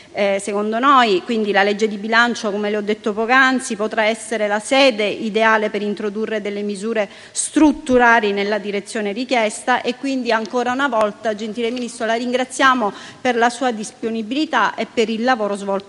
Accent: Sicily, Italy; Io, essendo siciliana, ho in mente sempre la mia Sicilia

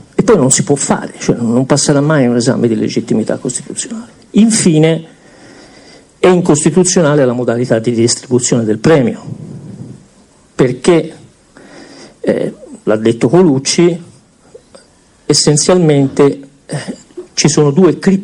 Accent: Tuscany, Italy; io sono toscano

